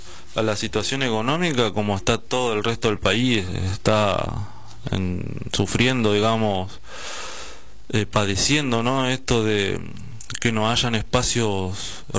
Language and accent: Spanish; Quilmes, Buenos Aires Province, Argentina; Yo soy un nativo de Villa Itatí, yo tengo 35 años ya viviendo en el barrio.